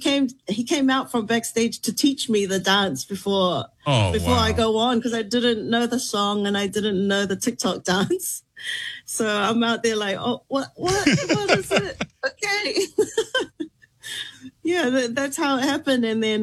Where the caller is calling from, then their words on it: South Korea; So I'm tuning in from Korea, and it's just been a really proud moment to see all the Tongan people online just really engage with my little disco on the stage.